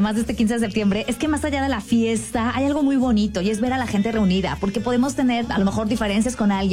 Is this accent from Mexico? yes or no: yes; Mexico; hoy queremos todos celebrar, celebrar que somos mexicanos.